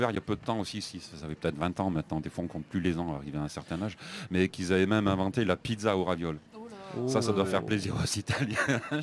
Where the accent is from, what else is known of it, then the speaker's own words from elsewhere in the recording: Valence, Auvergne-Rhône-Alpes, France; je suis originaire de Valence, dans la Drôme